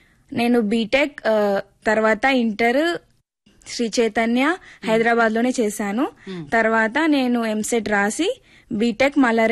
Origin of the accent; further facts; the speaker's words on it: Adilabad, Telangana, India; మాది ఆదిలాబాద్.